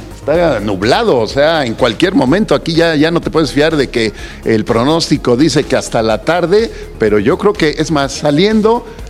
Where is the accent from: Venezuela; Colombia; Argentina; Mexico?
Mexico; yo soy orgullosamente mexicano y nada más.